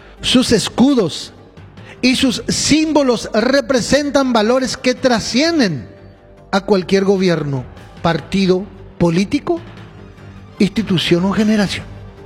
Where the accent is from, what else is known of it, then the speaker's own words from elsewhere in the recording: Paraguay; unirnos como paraguayos